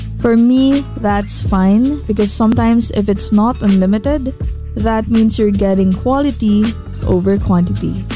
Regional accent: Philippines

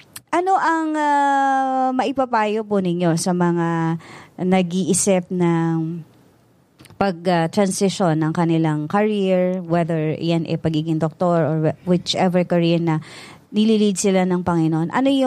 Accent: Valenzuela, Metro Manila, Philippines; Taga Valenzuela ako

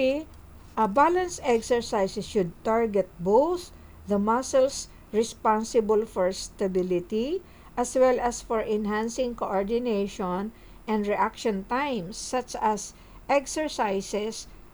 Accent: Tabaco, Bicol Region, Philippines; Modern jeep na, papunta sa amin sa Tabaco, Legazpi, ganyan.

